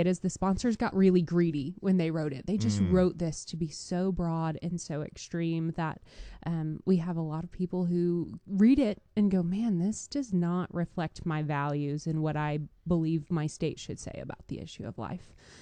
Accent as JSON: {"language": "English", "region": "the South", "country": "United States", "moved": "yes", "lives_now": "Idaho, United States", "said": "I'm from the South. We deep fry everything"}